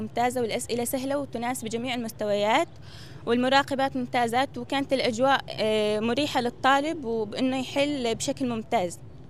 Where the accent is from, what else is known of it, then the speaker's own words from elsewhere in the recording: Al-Hasakah, Al-Hasakah Governorate, Syria; أنا جاي من الحسكة أقدم امتحان هون بدير الزور،